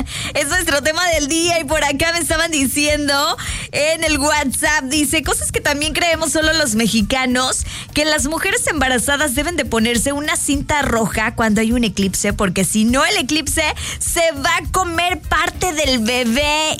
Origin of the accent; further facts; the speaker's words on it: Mexico; ¿Cuántas cosas también nos aprendemos de siendo mexicanos?